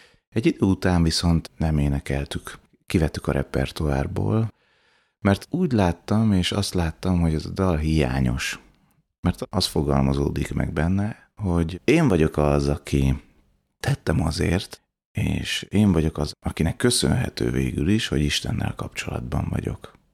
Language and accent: Hungarian; Budapest, Hungary; Egy 4 gyermekes családba születtem, szüleim nagyon-nagyon hittel neveltek bennünket.